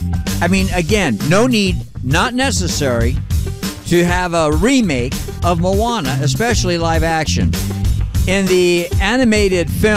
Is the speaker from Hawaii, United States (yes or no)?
yes; Hawaii, United States; moved away; Now, as you know, I am from Hawaii